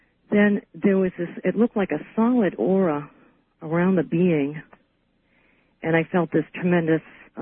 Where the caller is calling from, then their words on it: New York, United States; Hi, I'm calling from New York.